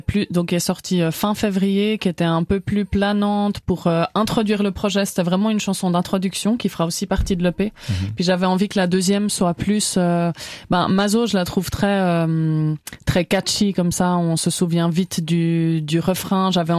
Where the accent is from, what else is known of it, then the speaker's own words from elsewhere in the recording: Orbe, Vaud, Switzerland; Je suis exactement de Orbe.